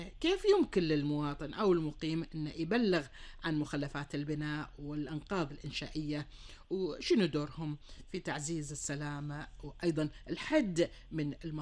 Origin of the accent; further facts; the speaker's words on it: Kuwait; آملين دائما وأبدا الأمن والأمان والسلامة للجميع في ديرتنا الحبيبة الكويت